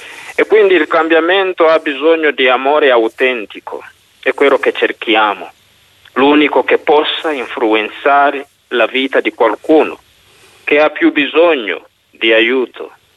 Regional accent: Uganda; Italian is a second language; now in Italy; vengo dall'Uganda, che è un nuovo priore del santuario e anche comunità di Pietralba.

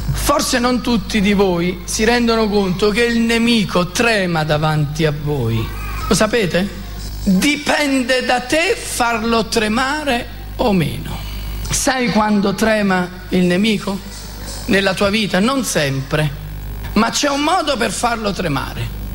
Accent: Naples, Campania, Italy; Io sono napoletano, ha una bandiera, anche.

